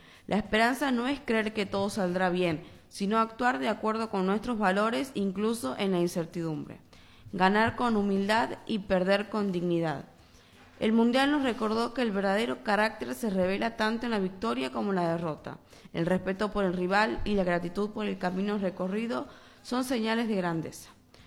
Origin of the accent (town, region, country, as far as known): Argentina